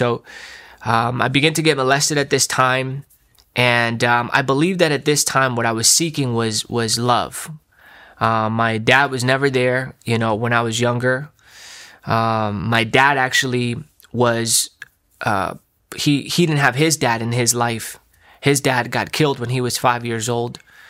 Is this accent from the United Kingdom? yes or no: no; Nicaragua; I remember growing up in Nicaragua. And it was amazing. It was beautiful. You know, it's a third world country.